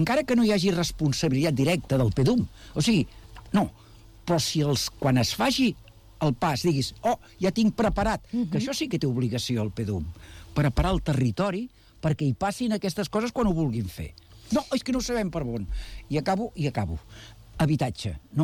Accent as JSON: {"language": "Catalan", "town": "Badalona", "region": "Catalonia", "country": "Spain"}